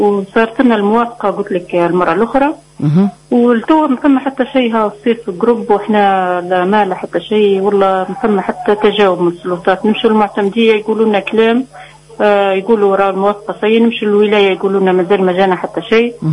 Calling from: Djerba, Medenine, Tunisia

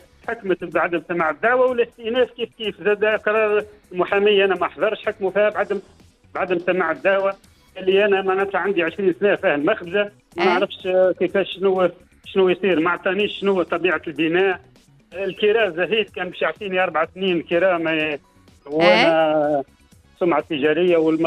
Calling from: El Aouina, Tunis Governorate, Tunisia; من العوينة تونس.

